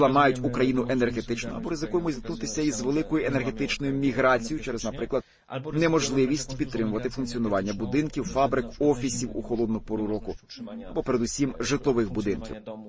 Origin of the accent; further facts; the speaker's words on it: Poland; Ми, поляки